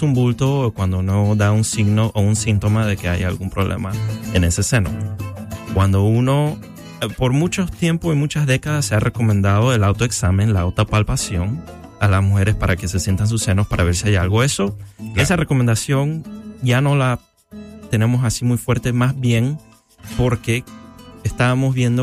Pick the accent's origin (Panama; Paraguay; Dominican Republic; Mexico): Panama; eso fue mi inspiración, principalmente mi padre y yo creciendo en Panamá.